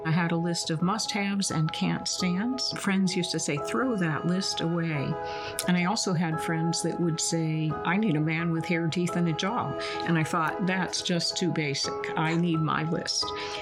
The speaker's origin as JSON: {"language": "English", "town": "Ovid", "region": "New York", "country": "United States", "tie": "born or raised there", "said": "I grew up in a little town called Ovid, New York, and at a certain point in time, I was at a Presbyterian one week and a Methodist church the next."}